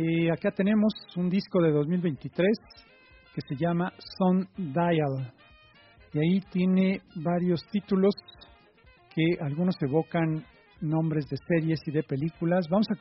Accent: Mexico

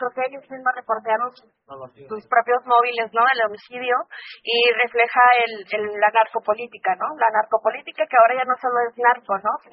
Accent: Chihuahua, Mexico; vengo del estado de Chihuahua.

